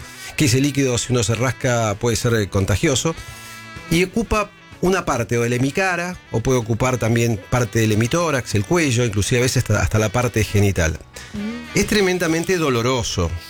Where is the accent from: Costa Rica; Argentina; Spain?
Argentina; somos argentinos